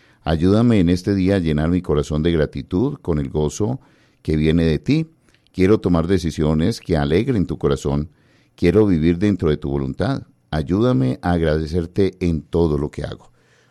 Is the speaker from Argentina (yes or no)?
no; Antioquia, Colombia; eso nos identifica a nosotros como antioqueños.